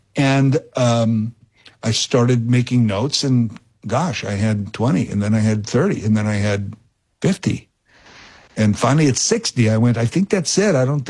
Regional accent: Saskatchewan, Canada; stories that I told about my childhood growing up in Saskatchewan in a small town.

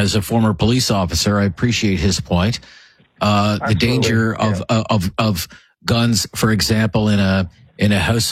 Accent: Nova Scotia, Canada; I grew up in a small town in Cape Breton. I was told once in my hometown there were probably more guns than people.

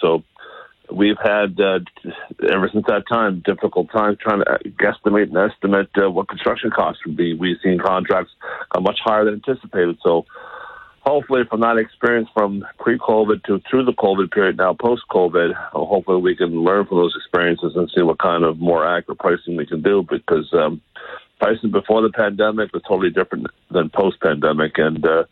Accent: Ontario, Canada; now in Nova Scotia, Canada; I'm from Ontario too, Dan.

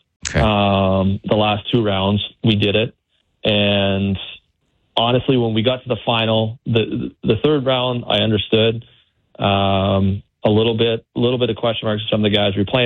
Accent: New Brunswick, Canada; I'm from New Brunswick, so it's really not too far away.

